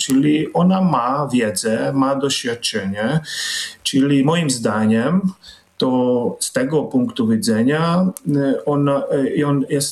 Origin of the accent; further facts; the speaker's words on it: Hungary; now in Bydgoszcz, Poland; Może jako Węgier